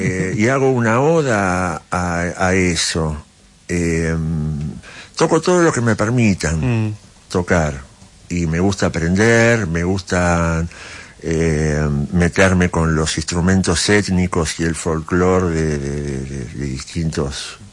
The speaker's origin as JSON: {"language": "Spanish", "town": "Ciudad Evita", "region": "Buenos Aires Province", "country": "Argentina", "said": "yo vengo de Ciudad de Vita, soy un pibe clase media baja"}